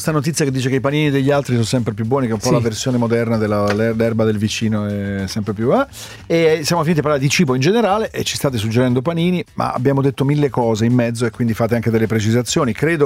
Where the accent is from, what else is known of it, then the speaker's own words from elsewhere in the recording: Southern Italy, Italy; sono proprio terrone.